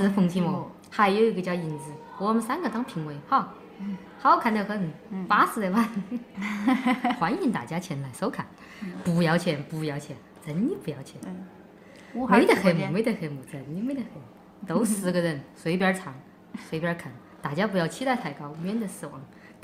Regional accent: Chongqing, China; accent: Chongqing dialect; 我们两个用家乡话说，你们听不懂。

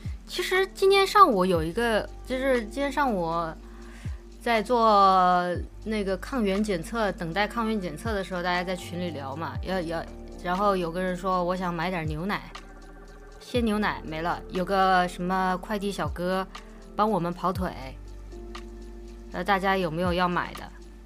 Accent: Chongqing, China; moved away; 因为我是重庆长大啊

